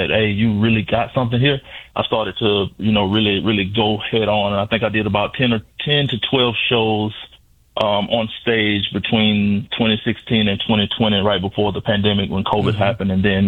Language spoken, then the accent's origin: English; Georgia, United States; moved away as an adult; now in Illinois, United States; in the Peoria, Illinois area. I'm originally from Georgia. I kind of transplanted up to Illinois, around 2012.